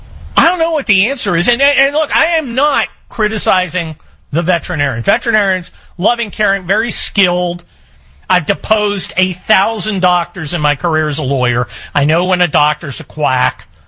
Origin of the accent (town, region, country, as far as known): Scotland, United Kingdom